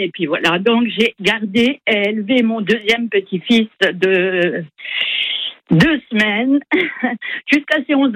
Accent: Grand Est, France; Mais là, moi, je suis des Ardennes. J'ai un petit truc sur Sanary.

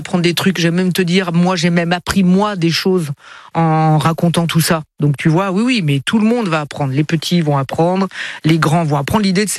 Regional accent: Italy; comme on est italien, en Italie, en fait, il y a le Père Noël, comme ici

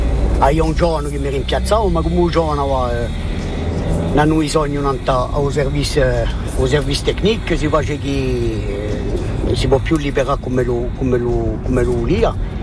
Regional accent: Vezzani, Corsica, France; io so mica qui, io so di Vezzani

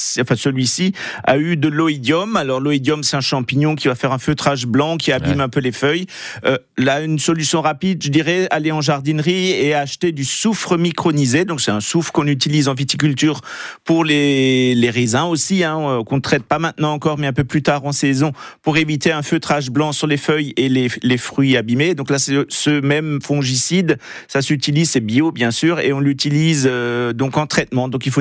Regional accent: Grand Est, France; chez nous, en Alsace

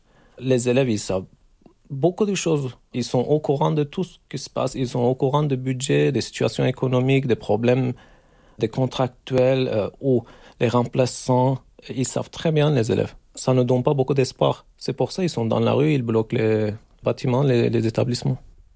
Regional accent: Turkey; French is a second language; moved away as an adult; now in France; j'ai 42 ans, je viens de Turquie. Je suis professeur en France depuis l'année dernière, 2025 décembre.

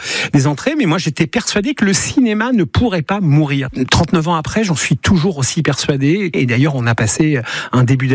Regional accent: Elbeuf, Normandy, France; born or raised there

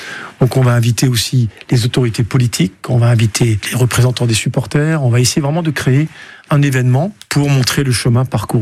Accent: Grand Est, France; Pour moi, en tant qu'Alsacien et supporter du Racing depuis que j'ai 5-6 ans, c'est l'histoire d'un club qui a un parcours formidable.

